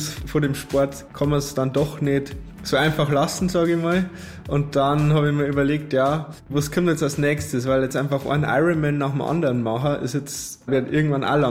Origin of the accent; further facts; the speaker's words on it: Bavaria, Germany; ja gut, ich komme aus Bayern, bin in Bayern aufgewachsen, bin da verwurzelt.